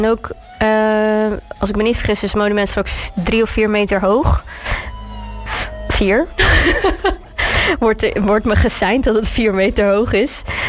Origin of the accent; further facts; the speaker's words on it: Capelle aan den IJssel, South Holland, Netherlands; Ik kom uit Capelle aan den IJssel. Dus niet uit Krimpen.